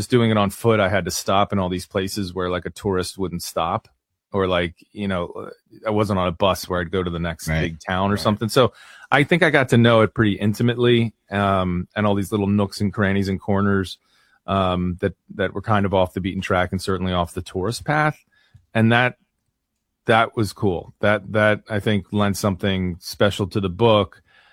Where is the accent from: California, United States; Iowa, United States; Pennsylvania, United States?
Pennsylvania, United States; Philadelphia; I mean, I'm from Philly. I don't try to play like the I'm Irish thing, but that is where my DNA or whatever comes from